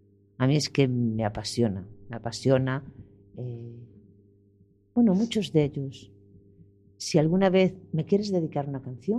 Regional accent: Spain; A un alemán, a un belga, ah, soy española.

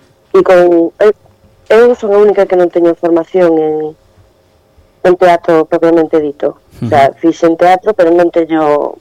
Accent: Narón, Galicia, Spain; also born or lived in Ferrol; somos de Narón e Ferrol, la contorna toda por aquí

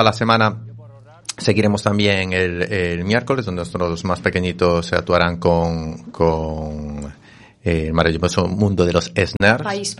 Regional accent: A Coruña, Galicia, Spain; soy de Monte Alto, muy cerrado, así que la playa de San Amaro para mí es mágica. Es la playa de mi niñez, donde iba de pequeño con mi familia

